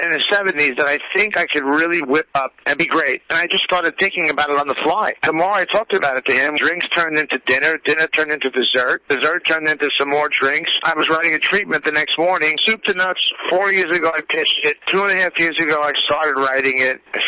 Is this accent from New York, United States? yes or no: yes; West Islip, New York, United States; moved away as an adult; also born or lived in Brooklyn / Manhattan; now in Los Angeles, United States; I was born in Brooklyn, but I got to Long Island at a young age. West Islip, down in Suffolk County, down by the beaches. We grew up there on the South Shore of Long Island, and I spent my whole youth there up through high school